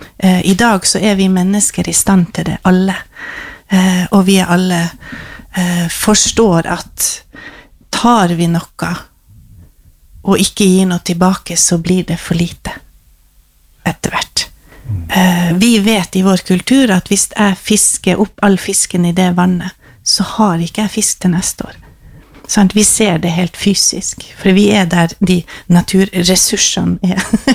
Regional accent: Troms og Finnmark, Norway; Jeg kommer fra Øst-Finnmark, Øst-Varanger, vi har ikke trær.

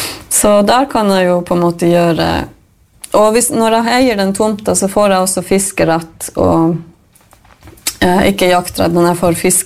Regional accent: Norway; Jag tänkte, ja, jag är ju same. Såklart har jag lov till att bo i en lavvo och gamme hvis jag vill, men i följe norske lover så har jag ju inte det då.

